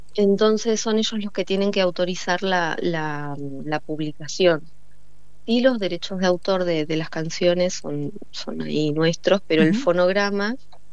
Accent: Argentina

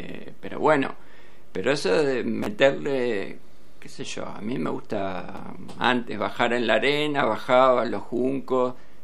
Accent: Berisso, Buenos Aires Province, Argentina; also born or lived in Punta Lara; Yo me crié también, yo soy de Berisso, pero me crié toda la vida.

